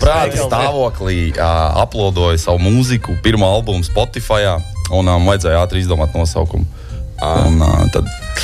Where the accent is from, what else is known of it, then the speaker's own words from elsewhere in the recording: Saldus, Courland, Latvia; Es no Salds esmu oriģināli